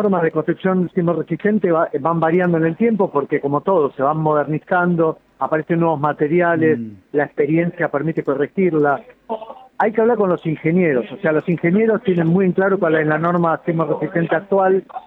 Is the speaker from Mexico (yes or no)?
no; Argentina